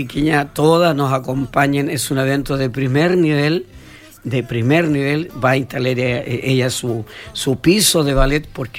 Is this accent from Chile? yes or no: yes; Pozo Almonte, Tarapacá, Chile; born there; Yo quiero mucho al Pozo Almonte, igual tengo muchos amigos, pero yo nací en Oficina Victoria